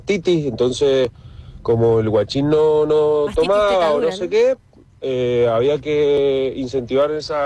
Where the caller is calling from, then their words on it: Mendoza, Argentina; de Mendoza.